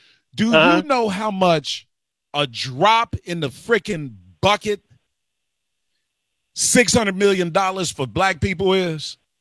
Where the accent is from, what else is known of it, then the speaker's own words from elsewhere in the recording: Chicago, Illinois, United States; our fate as black Chicagoan